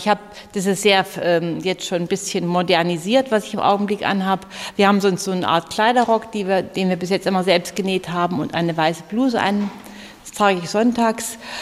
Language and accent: German; Nordhausen, Thuringia, Germany; Ich habe noch drei Brüder und ich bin in Nordhausen groß geworden, hier in Thüringen, am Fuße des Harzes. Meine Eltern waren katholisch.